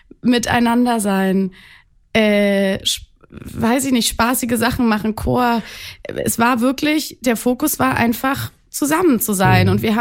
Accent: Berlin, Germany; CHB, Charlottenburg.

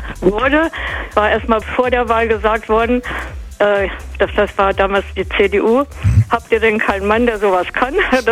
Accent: Fallersleben, Lower Saxony, Germany; ich bin in Fallersleben geboren worden, habe eigentlich, sag jetzt so mal, mich mit diesem Ort hier identifiziert, bin hier aufgewachsen

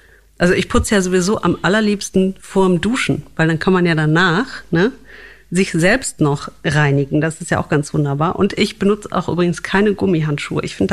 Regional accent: Wuppertal, North Rhine-Westphalia, Germany; born or raised there

